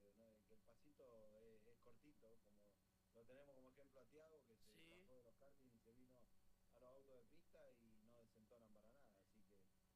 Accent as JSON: {"language": "Spanish", "region": "Buenos Aires", "country": "Argentina", "moved": "yes", "said": "yo soy de Buenos Aires"}